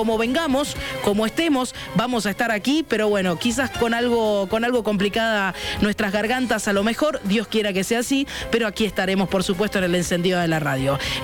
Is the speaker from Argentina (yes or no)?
yes; Argentina